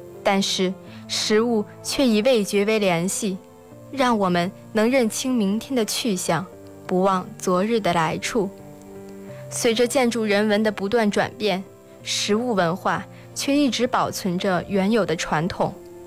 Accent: Tianjin, China; 咱们天津

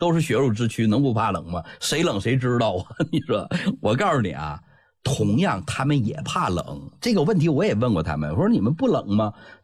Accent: China

